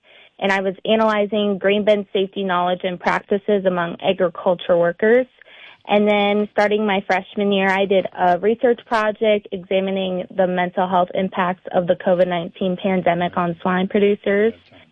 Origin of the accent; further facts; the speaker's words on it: Salem, United States; I got to bring a live engulfment simulation to my hometown in Salem.